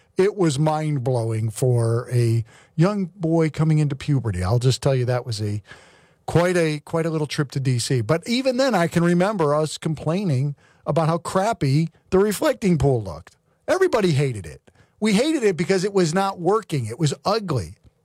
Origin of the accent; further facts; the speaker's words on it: Connecticut, United States; moved away; I'm from Connecticut originally.